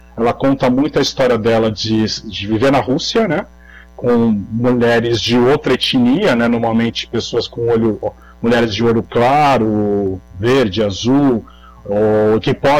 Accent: Azerbaijan; Do passaporte, assim, eu sou russa no passaporte, ao mesmo tempo, culturalmente, etnicamente, eu sou azerbaijana.

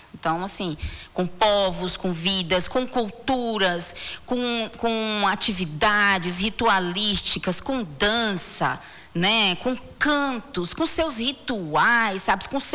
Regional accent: Acre, Brazil; born there; E o Acri é o local onde eu nasci, né? Que é o próprio Acre

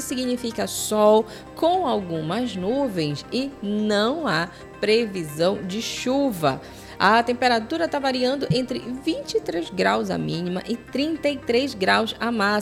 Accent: Pará, Brazil; nós paraenses já estamos acostumados a falar, aquela breia

